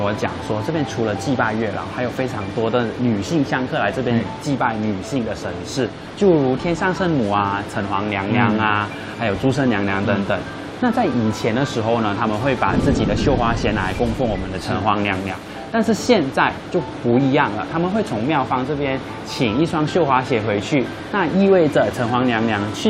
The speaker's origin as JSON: {"language": "Chinese", "country": "Malaysia", "moved": "yes", "lives_now": "Taiwan", "said": "我本身是马来西亚的，"}